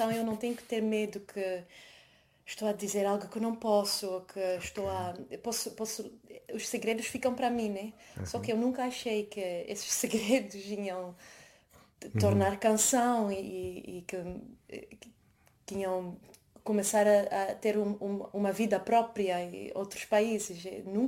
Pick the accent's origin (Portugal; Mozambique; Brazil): Mozambique; accent: Mozambican; Eu acho que como eu tenho essa mistura de sotaque moçambicano e eu não. O meu português é longe de ser perfeito, né?